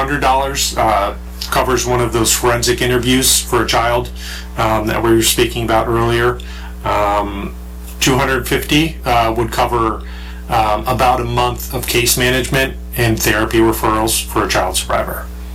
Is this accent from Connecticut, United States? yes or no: yes; Connecticut, United States; moved away as an adult; growing up in Connecticut, it's very different.